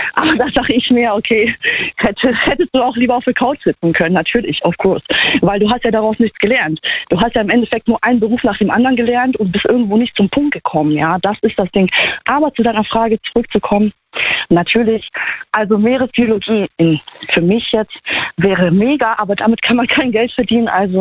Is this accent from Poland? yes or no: yes; Poland; Ich komme auch aus Polen, ich bin jetzt auch nicht in Gold geboren, sag ich jetzt mal.